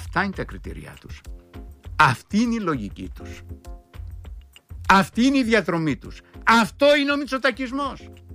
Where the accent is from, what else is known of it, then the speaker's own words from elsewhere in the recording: Crete, Greece; επειδή μεγάλωσα στην Κρήτη